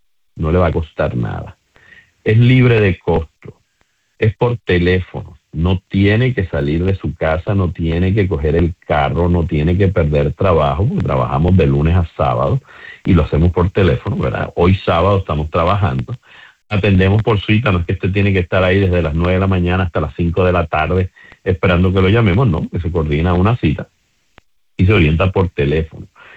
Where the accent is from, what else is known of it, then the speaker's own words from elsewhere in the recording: Puerto Rico; somos puertorriqueños y el ay bendito lo tenemos todavía en nuestra sangre